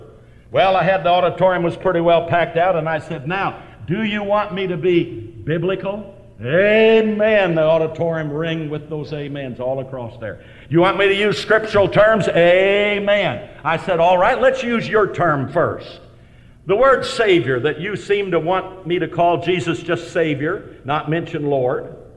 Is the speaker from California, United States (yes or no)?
no; Nebraska, United States; moved away; I wasn't born and raised in Texas. I was born and raised in Nebraska. I was born in Nebraska, born again in Texas, called to preach in Colorado, went to school in Oklahoma